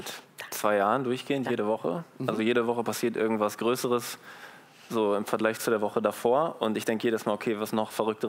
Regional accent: Hermeskeil, Rhineland-Palatinate, Germany; born there; Nee, ich bin in Hermeskeil geboren, das ist in der Nähe von Trier.

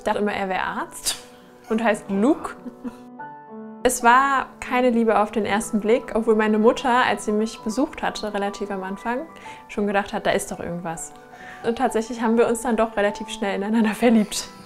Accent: Aachen, North Rhine-Westphalia, Germany; Ich bin in Aachen aufgewachsen.

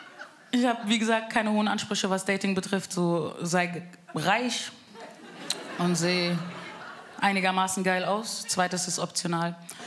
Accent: Bavaria, Germany; Ich bin aus Frankfurt. Spaß, ich bin eigentlich aus Bayern.

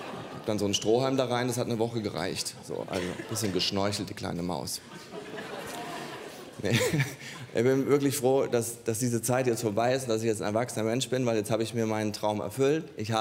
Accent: Heustreu, Bavaria, Germany; born there; ich komme aus Heustreu. Allen, denen das nichts sagt, das ist so 10 Kilometer vor Oberstreu. Und wie ihr an dem Namen erkennen könnt, Streu, ne? Also meine Großeltern hatten auch einen Bauernhof.

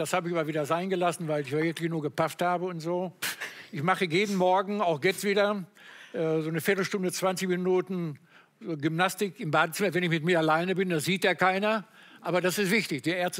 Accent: North Rhine-Westphalia, Germany; Ich komme aus dem Sauerland

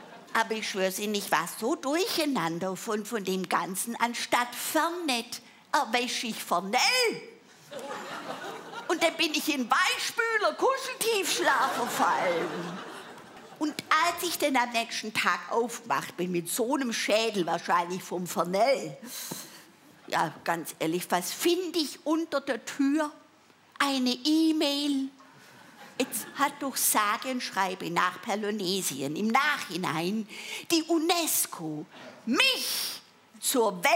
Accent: Baden-Württemberg, Germany; Das kannte ich als Schwabe noch gar nicht, Urlaub machen.

